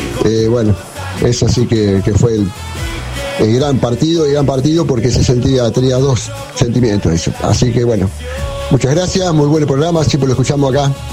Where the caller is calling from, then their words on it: Chivilcoy, Buenos Aires Province, Argentina; Acá estamos, escuchando de Chivilcoy, en el trabajo de la gomería. … de Chivilcoy.